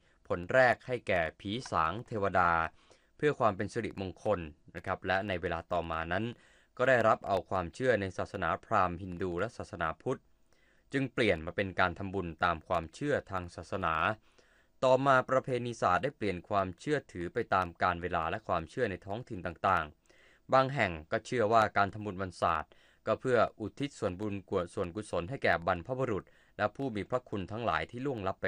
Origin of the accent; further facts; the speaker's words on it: Central Thailand, Thailand; แต่ผมเนี่ยในฐานะที่เป็นคนภาคกลางเราก็ได้ยินมานานนะประเพณีศาสตร์เดือน10